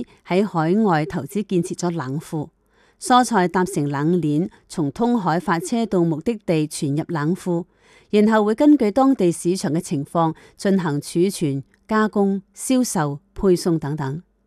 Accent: Thailand; 我们泰国人是很喜欢云南菜的，一般高级的酒店都喜欢我们云南菜。

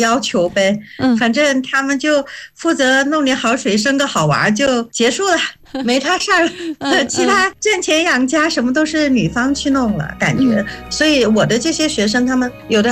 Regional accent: Kunming, Yunnan, China; moved away as an adult; also born or lived in Xishuangbanna; 我生在西双版纳，长在昆明。

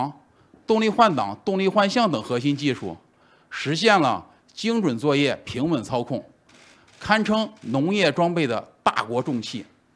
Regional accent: Luoyang, Henan, China; 是国际集团中国依托的一名一线技术工人，我来自河南洛阳。

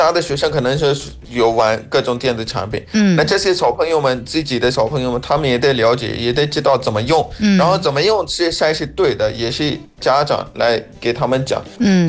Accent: Pakistan; Chinese is a second language; 感谢大家收听，我是来自巴基斯坦的

